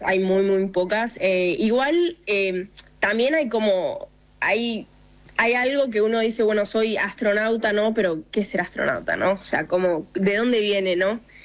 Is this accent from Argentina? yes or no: yes; Argentina; now in United States; Y porque soy argentina, nací acá, crecí acá, todo acá, me crié acá, y obviamente mis papás, toda mi familia sigue estando en Argentina